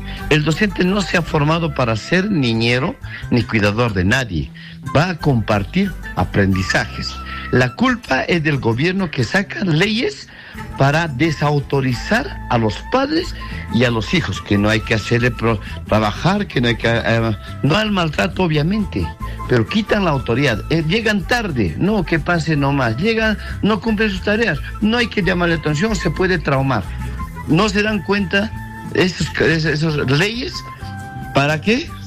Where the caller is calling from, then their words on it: Apurímac, Peru; de Apurímac, ¿no?